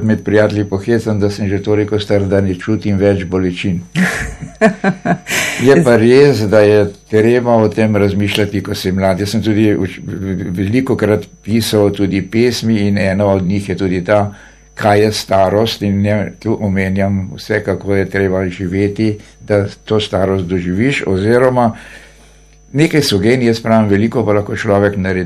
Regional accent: Mirna Peč, Southeast Slovenia, Slovenia; moved away; also born or lived in Kropa / Novo mesto; moje otroštvo je bilo v Mirni peči

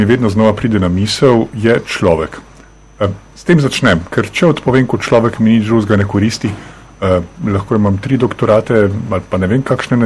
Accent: Škofja Loka, Upper Carniola, Slovenia; Izhajam iz Škofje Loke, iz ene, jaz vedno pravim, povprečne slovenske družine, imam brata, ki je 5 let starejši od mene.

